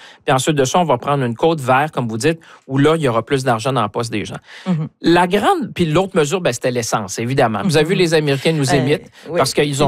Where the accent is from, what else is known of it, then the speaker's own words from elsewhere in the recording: Shawinigan, Quebec, Canada; moi, je viens de Shawinigan, évidemment, c'est une autre réalité.